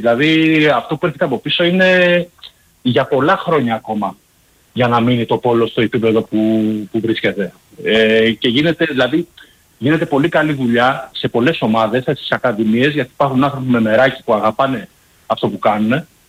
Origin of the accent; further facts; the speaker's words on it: Palaio Faliro, Attica, Greece; από το Παλαιό Φάληρο